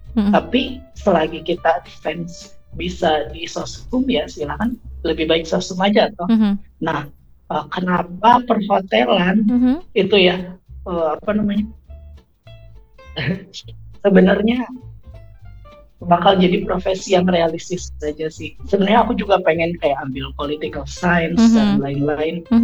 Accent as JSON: {"language": "Indonesian", "town": "Soreang", "region": "West Java", "country": "Indonesia", "said": "Oke, aku dari Bandung, tapi bukan Bandung kota ya sebenarnya. Tahu Ciwidey nggak?"}